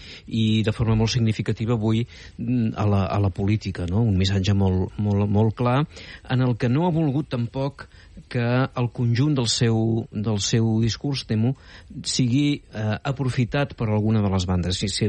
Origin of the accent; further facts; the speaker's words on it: Catalonia, Spain; també volem, com a catalans, em sembla a mi, que entengui que ens volem sumar en aquesta alternativa esperançadora